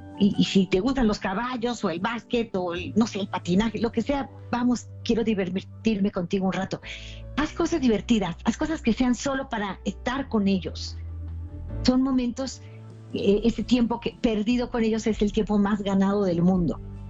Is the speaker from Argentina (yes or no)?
no; Mexico; en mi país, México